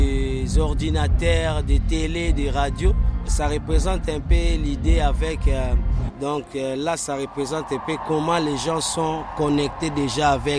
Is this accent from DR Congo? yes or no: yes; Kinshasa, DR Congo; chez nous à Kinshasa